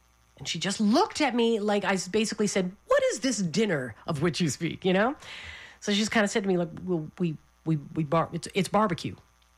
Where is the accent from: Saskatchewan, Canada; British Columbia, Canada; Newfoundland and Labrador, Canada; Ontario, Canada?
Newfoundland and Labrador, Canada; I remember growing up in Newfoundland, maybe in Canada.